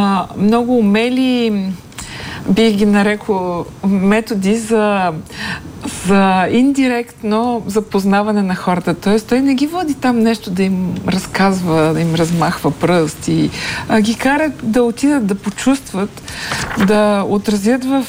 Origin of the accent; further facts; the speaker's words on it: Plovdiv, Plovdiv Province, Bulgaria; като една пловдивчанка ще кажа